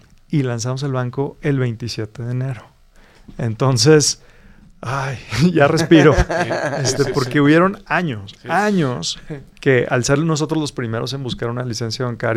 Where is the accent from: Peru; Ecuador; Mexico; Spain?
Mexico; y pues eso como mexicano me da mucho orgullo, ¿no?